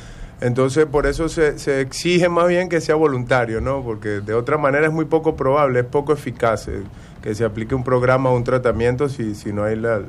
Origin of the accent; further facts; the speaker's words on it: Venezuela; now in Tabasco, Mexico; yo soy de Venezuela y por circunstancias de la vida terminé aquí en Tabasco